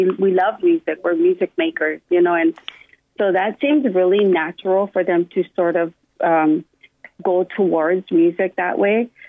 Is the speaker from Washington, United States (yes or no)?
no; Waimanalo, Hawaii, United States; I'm from Wamanala, born and raised